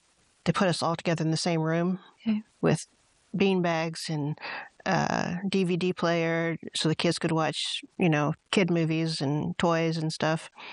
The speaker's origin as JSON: {"language": "English", "region": "Georgia", "country": "United States", "tie": "born or raised there", "said": "Obviously, I'm in Georgia. I grew up in Georgia, so obviously I'd seen people"}